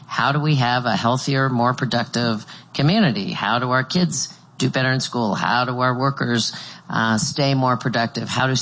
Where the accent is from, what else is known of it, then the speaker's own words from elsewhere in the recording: Kansas, United States; my home state is Kansas.